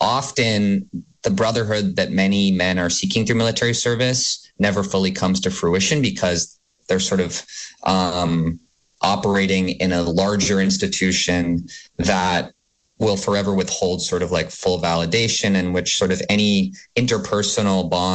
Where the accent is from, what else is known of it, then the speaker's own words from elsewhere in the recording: Vermont, United States; my girlfriend and I found a house in Barnet, just a few miles from where I grew up in the Northeast Kingdom.